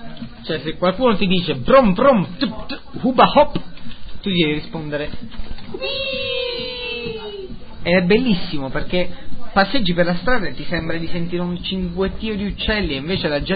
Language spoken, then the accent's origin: Italian; Pescara, Abruzzo, Italy; Saluta Prozac, perché se lui è di Chieti, io sono di Pescara, anche se c'è odio tra Pescara e Chieti.